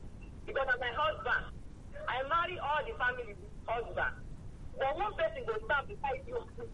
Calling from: Ikorodu, Lagos, Nigeria; I'm from Ikorodu.

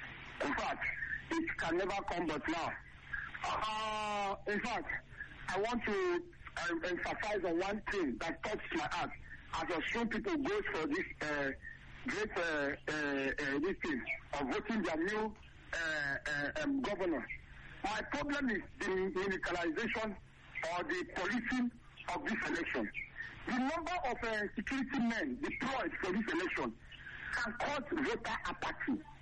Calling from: Niger State, Nigeria; I'm calling from the Asian city of the United Emirates, Niger State, Nigeria.

